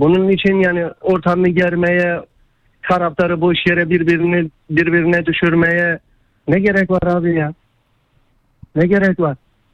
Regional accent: Adıyaman, Turkey; ben Galatasaray taraftarıyım. Ayrıca da Adıyamanlıyım.

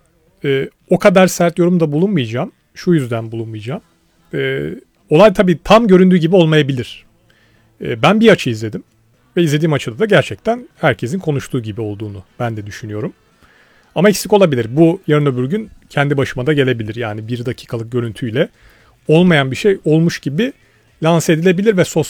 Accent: Bursa, Turkey; Yani ben Bursalıyım.

